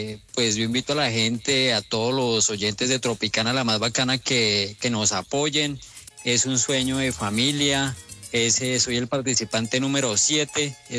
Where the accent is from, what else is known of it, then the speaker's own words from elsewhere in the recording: Bogotá, Colombia; now in Villavicencio, Colombia; Bueno, yo soy de Bogotá, pero 20 años viviendo en el llano, en Villavicencio.